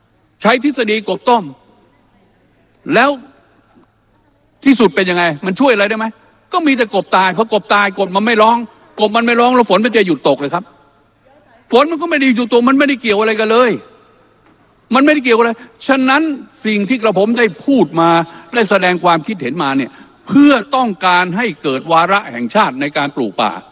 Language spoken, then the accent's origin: Thai; Rayong, Thailand; ผมเป็นคนจังหวัดระยอง